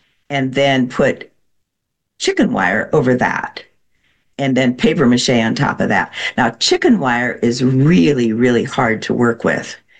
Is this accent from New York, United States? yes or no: no; Mansfield, Ohio, United States; I grew up in Ohio, Mansfield.